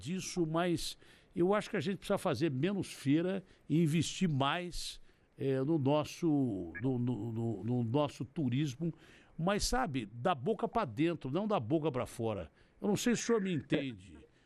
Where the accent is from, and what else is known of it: São Paulo, Brazil; born there